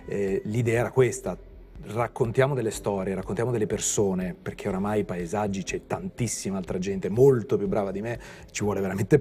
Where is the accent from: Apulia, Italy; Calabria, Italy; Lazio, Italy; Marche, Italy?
Apulia, Italy; Taranto; now in Milan, Italy; Sì, la mia città d'origine, sì.